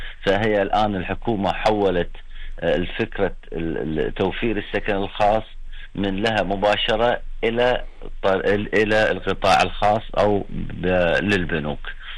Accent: Kuwait; والله البنوك عندنا بالكويت

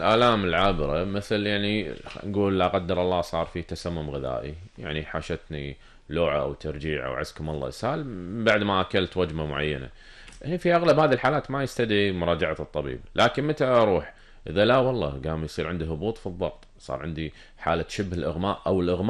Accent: Kuwait; إحنا في الكويت

